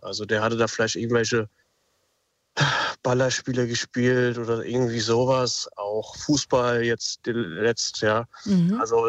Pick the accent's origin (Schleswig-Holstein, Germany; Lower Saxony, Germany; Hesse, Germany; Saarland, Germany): Hesse, Germany; Wiesbaden; Zweite Geschichte natürlich, ich komme aus Wiesbaden, Wilhelmstraße, ist, glaube ich, auch für den einen oder anderen auch bekannt.